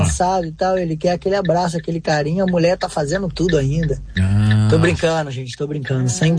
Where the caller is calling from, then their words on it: Duque de Caxias, Rio de Janeiro, Brazil; sou da Baixada Fluminense, Caxias.